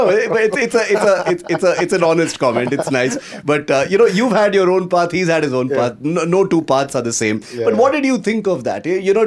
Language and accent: English; Chennai, Tamil Nadu, India; Yes. I was born and brought up in Chennai as well.